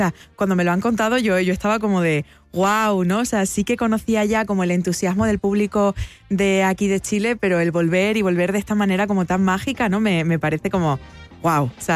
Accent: Almendralejo, Extremadura, Spain; moved away as an adult; now in Seville, Spain; tengo mi lugar en el mundo tanto en Almendralejo, en mi pueblo natal, como en Sevilla, que es donde vivo actualmente

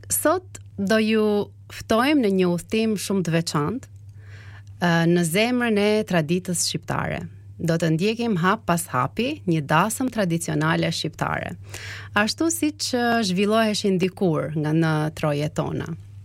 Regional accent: Has, Kukës County, Albania; Unë jam nga Veriu i Shqipëris, nga Hasi

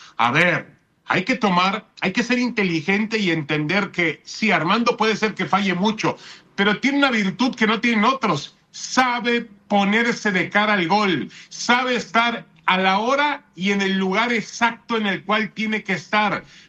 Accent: Newport Beach, California, United States; No, porque yo ahí vivía. Yo soy nativo de ahí. Newport Beach.

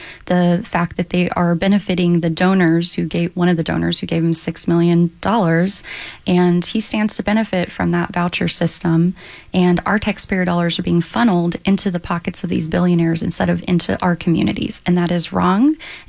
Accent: Corpus Christi, Texas, United States; I come from a working class family in South Texas. I was raised in Corpus Christi by a single mom.

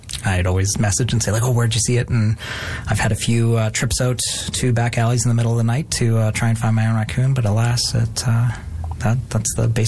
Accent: Calgary, Alberta, Canada; living in southern Alberta and Calgary all my life, that it was a novelty that had finally come to my own city

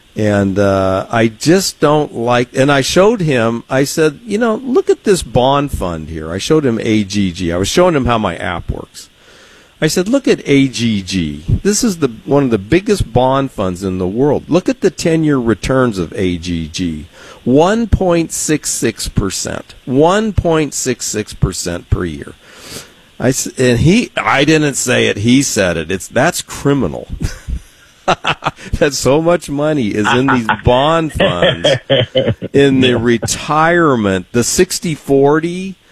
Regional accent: San Diego, California, United States; Look, I'm from San Diego, California. I've never been to Switzerland.

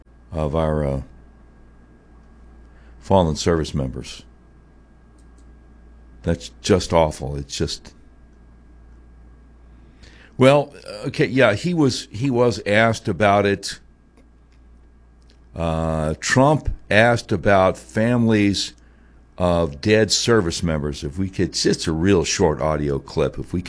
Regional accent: Charlotte, North Carolina, United States; right up the street from where I grew up in Charlotte

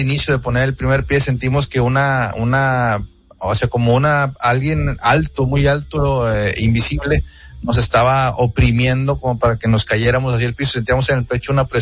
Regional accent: Monterrey, Nuevo León, Mexico; Yo soy de Monterrey

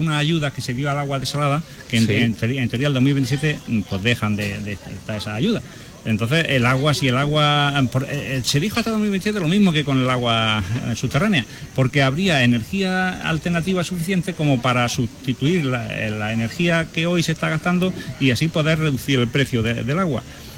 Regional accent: Andalusia, Spain; aunque somos de la provincia de Almería, aunque somos andaluces, pertenecemos a la cuenca del Segura, a la cuenca de Murcia

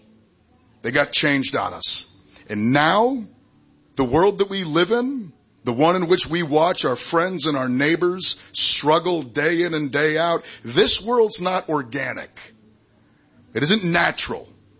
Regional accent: Blue Hill, Maine, United States; born or raised there

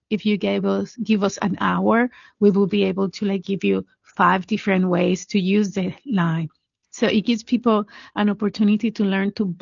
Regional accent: Puerto Rico; moved away; I am from Puerto Rico

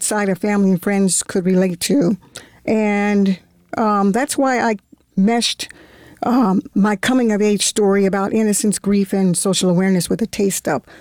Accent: Baltimore, Maryland, United States; Well, I was born in Baltimore.

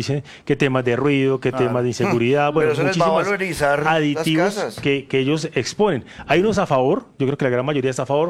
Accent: Norte de Santander, Colombia; No, de Yo soy del norte de Santander.

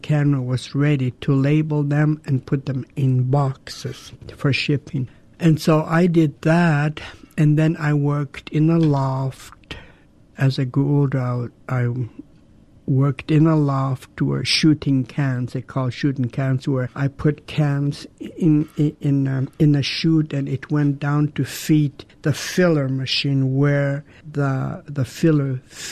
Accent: Douglas, Alaska, United States; born or raised there

